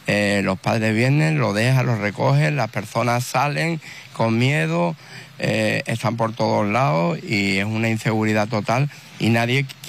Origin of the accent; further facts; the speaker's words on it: Ceuta, Spain; nosotros somos ciudadanos de Ceuta, como cualquier otro barrio